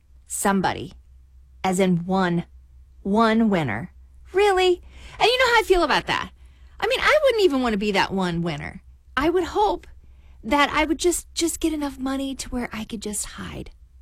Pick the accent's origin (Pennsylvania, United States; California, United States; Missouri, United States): Missouri, United States; St. Louis; I grew up in St. Louis, so I'm wondering, could it be an old friend of mine that bought their ticket in Illinois?